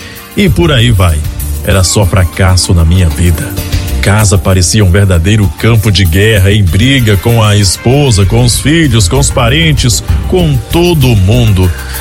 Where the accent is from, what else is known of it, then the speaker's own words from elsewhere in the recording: Sete Lagoas, Minas Gerais, Brazil; sou da cidade de Sete Lagoas, aqui em Minas Gerais.